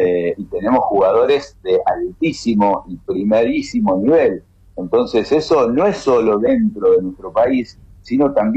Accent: Argentina; somos Argentina

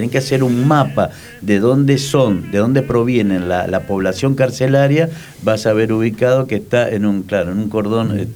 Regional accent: Uruguay; now in Argentina; Somos de Uruguay, pero llegaron a la Argentina, en Venado Tuerto, donde finalmente falleció.

